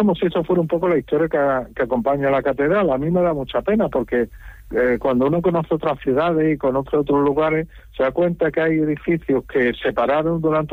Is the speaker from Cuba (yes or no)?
no; Málaga, Andalusia, Spain; Y yo soy malagueño, a mí me ha tocado la lotería.